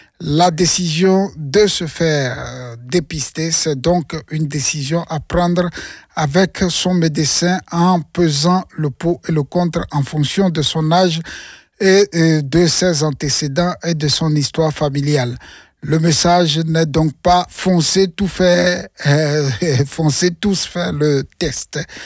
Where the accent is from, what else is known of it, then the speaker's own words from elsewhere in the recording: Belgium; Chez nous, en Belgique, c'est plusieurs milliers de nouveaux cas chaque année